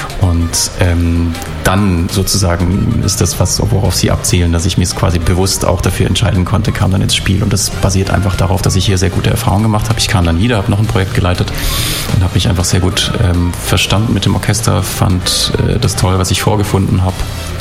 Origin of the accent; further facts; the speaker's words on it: Southwest Germany, Germany; die so ein bisschen eher aus meiner Heimat, nämlich aus Südwestdeutschland kommen